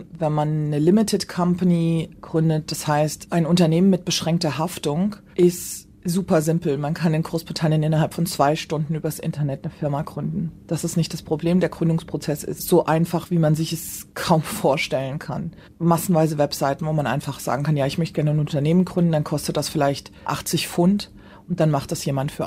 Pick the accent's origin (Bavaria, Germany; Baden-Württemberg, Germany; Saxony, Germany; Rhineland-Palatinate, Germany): Rhineland-Palatinate, Germany; Ich bin in der Nähe von Mainz aufgewachsen.